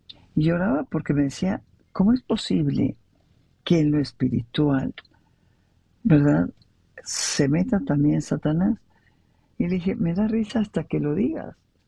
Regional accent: Mexico; Nos dividieron como mexicanos, diciéndonos que había pobres y había ricos.

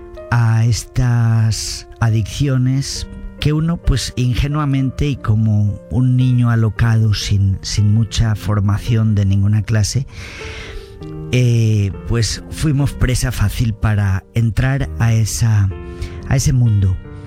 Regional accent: Valencia, Valencian Community, Spain; Soy de Valencia, España, pues soy el menor de 4 hermanas.

